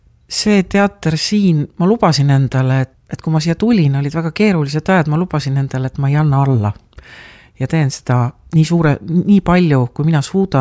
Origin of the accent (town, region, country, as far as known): Saare County, Estonia; born or raised there